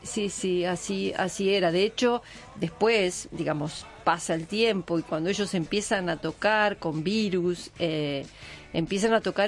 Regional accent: La Plata, Buenos Aires Province, Argentina; also born or lived in Gonnet; Yo en realidad soy platense.

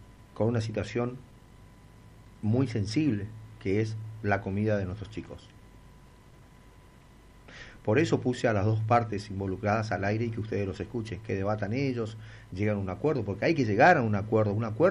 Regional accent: Argentina; Yo como argentino quiero ganar.

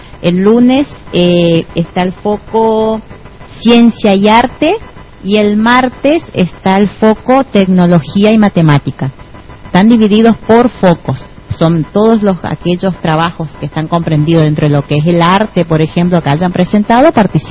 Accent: Argentina; no somos argentinos

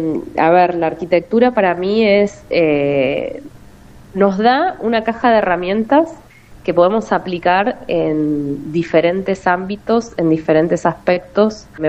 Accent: General Roca, Río Negro, Argentina; also born or lived in Córdoba; Yo nací acá, mi familia es de acá, mi papá es de la línea sur, mis abuelos son de la línea sur y siempre viví la Patagonia como soy patagónica, digamos.

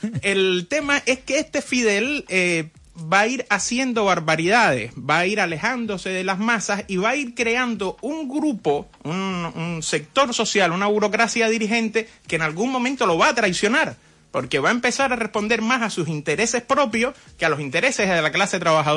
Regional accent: Cuba; moved away; que yo, su nieto, estudiara en el mejor instituto preuniversitario de Cuba, que estando yo en Bruselas una vez me encuentro con un africano y le digo que soy cubano

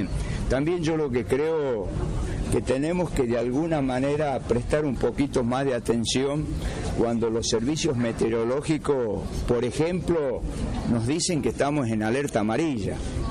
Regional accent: Tucumán, Argentina; ni como gobernador, ni como tucumano, quiero que pase.

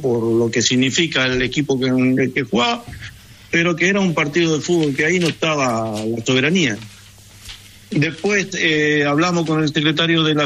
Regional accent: Argentina; Nosotros como argentinos, como veteranos de guerra, la causa de Malvinas lo hemos puesto muy alto

